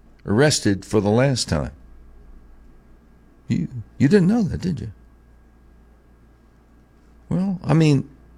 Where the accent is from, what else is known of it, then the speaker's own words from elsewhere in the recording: Charlotte, North Carolina, United States; right up the street from where I grew up in Charlotte